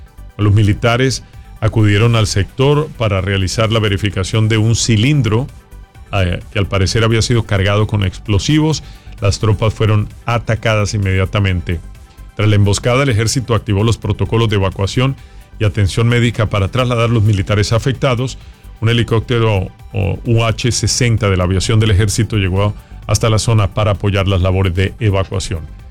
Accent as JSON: {"language": "Spanish", "region": "Huila", "country": "Colombia", "said": "Esto es en el departamento del Huila, es el departamento de donde yo soy"}